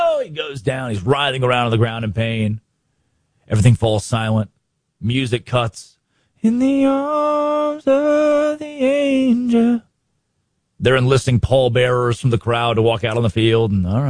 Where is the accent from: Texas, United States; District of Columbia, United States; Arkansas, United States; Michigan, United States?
Arkansas, United States; Where I grew up in Valonia, Arkansas.